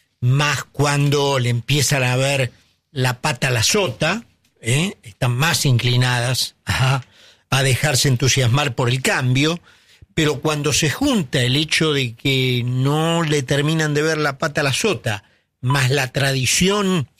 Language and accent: Spanish; Argentina; nosotros somos argentinos.